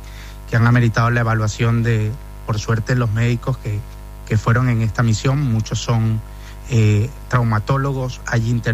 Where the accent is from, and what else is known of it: Venezuela; now in Argentina